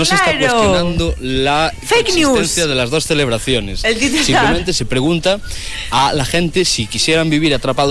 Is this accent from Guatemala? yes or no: no; Lugo, Galicia, Spain; born there; Yo soy lucense, nacido en Lugo, ¿eh?